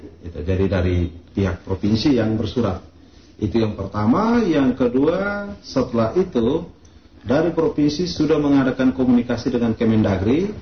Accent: Belu, East Nusa Tenggara, Indonesia; kita orang Belu

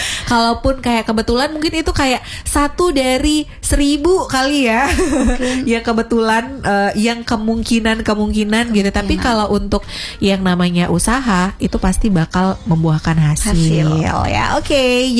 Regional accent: Gerung, West Nusa Tenggara, Indonesia; Soalnya aku anak Gerung dulu.

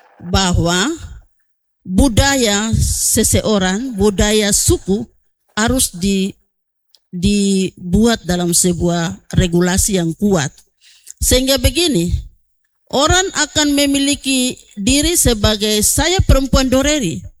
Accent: West Papua, Indonesia; kami di suku Doreri

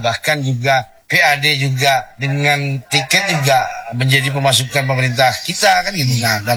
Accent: Samarinda, East Kalimantan, Indonesia; Sebagai warga Samarinda

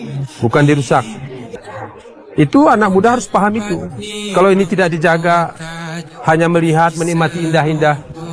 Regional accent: Aceh, Indonesia

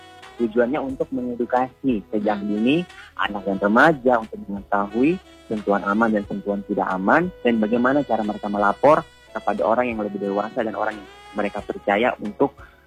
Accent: South Papua, Indonesia

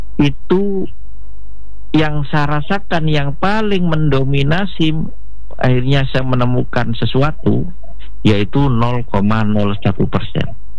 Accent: Jember, East Java, Indonesia; now in Kediri, Indonesia; saya itu berasal dari Jember, tidak pernah berpikir bisa nyampe di Kediri

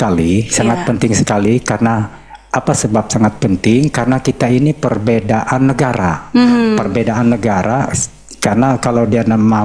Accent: North Kalimantan, Indonesia; Kelangkang itu dilakukan, nah, itu merupakan salah satu tradisi budaya kami orang Tidung.

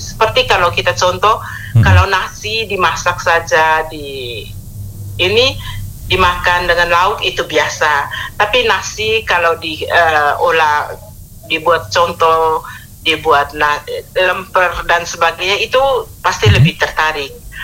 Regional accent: East Nusa Tenggara, Indonesia; masyarakat adat kami di desa Wogo.

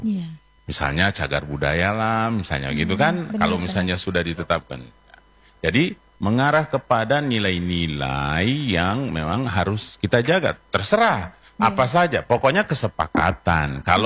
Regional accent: Gorontalo, Indonesia; kita sebagai warga Gorontalo yang berfalsafahkan adati hula-hula atau sarah hula Qur'ani

